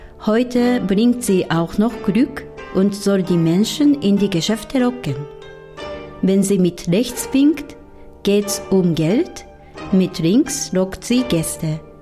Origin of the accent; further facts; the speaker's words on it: Japan; ich komme aus Japan.